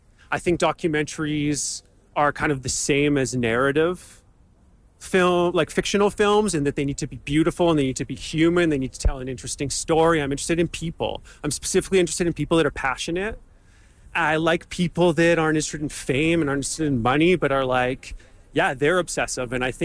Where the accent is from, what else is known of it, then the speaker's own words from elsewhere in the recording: Vancouver, British Columbia, Canada; my hometown in Vancouver.